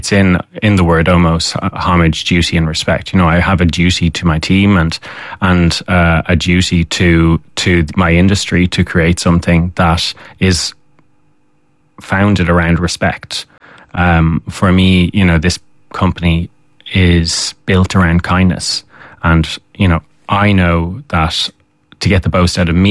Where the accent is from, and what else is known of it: Dublin, Leinster, Ireland; born or raised there